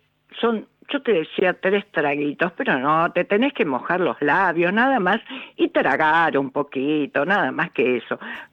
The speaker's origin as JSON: {"language": "Spanish", "region": "Buenos Aires", "country": "Argentina", "tie": "born or raised there", "said": "Yo soy bien porteña, nací en Flores."}